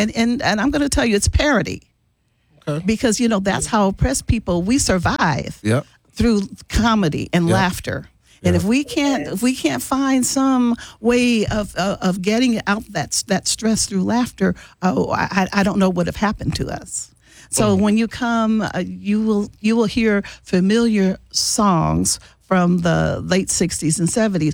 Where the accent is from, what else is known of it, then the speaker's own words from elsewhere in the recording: Milwaukee, Wisconsin, United States; I was raised here in Milwaukee, born and raised